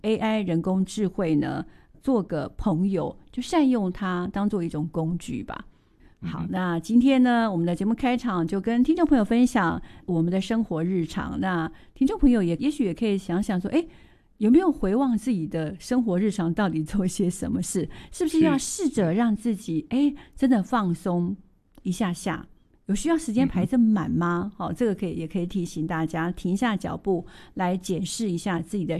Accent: Hsinchu, Taiwan; now in Taipei, Taiwan; 其实我家乡是在新竹嘛

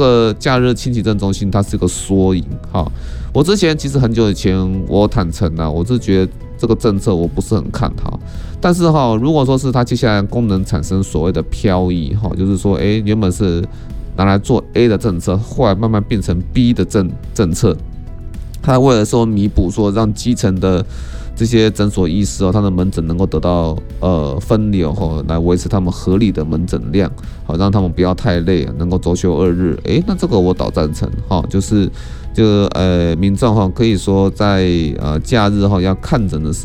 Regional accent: Taiwan

